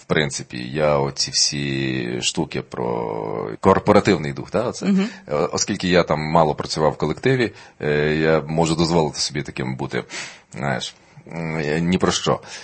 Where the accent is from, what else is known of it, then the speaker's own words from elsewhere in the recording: Skole district, Lviv Oblast, Ukraine; я в Скольому я тільки народився, тому що там був найближчий пологовий будинок, куди оце змогли доїхати. А так, це я з Колівщини, з ліквідованого Сколівського району.